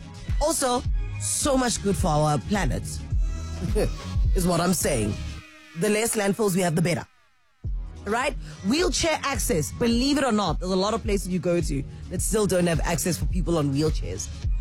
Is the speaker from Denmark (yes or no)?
no; Soweto, Gauteng, South Africa; I grew up in Soweto.